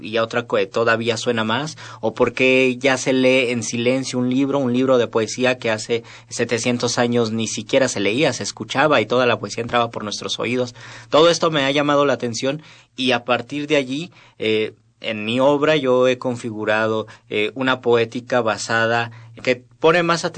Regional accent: Mexico City, Mexico; accent: Mexico City; Si uno va al norte, dice, por supuesto que tienes un acento de la Ciudad de México, pero porque uno ya lo sistematizó, ya lo incorporó, no se da cuenta.

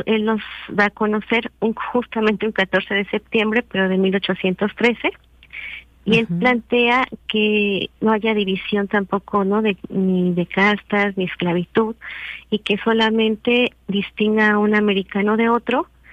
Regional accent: Mexico

